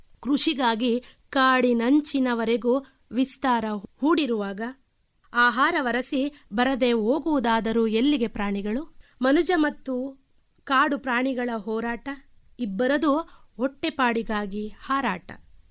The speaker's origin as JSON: {"language": "Kannada", "town": "Nanjangud", "region": "Karnataka", "country": "India", "tie": "born or raised there", "said": "ನಾನು ಮೈಸೂರು ಜಿಲ್ಲೆಯ ನಂಜನಗೂಡಿನವಳು. … ಹಾಗೂ ತಾಯಿ ಕಮಲಾಕ್ಷಮ್ಮ. ನಾನು ಹುಟ್ಟಿದ್ದು ಬೆಳೆದುದ್ದು ಎಲ್ಲವೂ ನಂಜನಗೂಡಿನಲ್ಲೇ. ನನ್ನ ಪ್ರಾಥಮಿಕ ಶಿಕ್ಷಣದಿಂದ ಪದವಿ ಹಂತದವರೆಗೂ ಸಹ ನಾನು ನಂಜನಗೂಡಿನಲ್ಲೇ ಓದಿದ್ದು."}